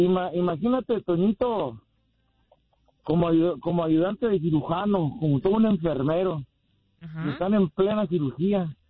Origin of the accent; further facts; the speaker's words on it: Mexico; Ojo, soy mexicano y sigo apoyando a la selección.